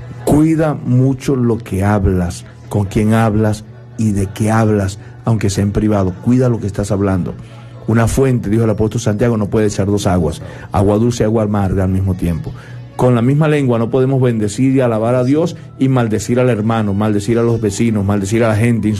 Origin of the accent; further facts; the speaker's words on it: Venezuela; yo estoy en Venezuela y soy venezolano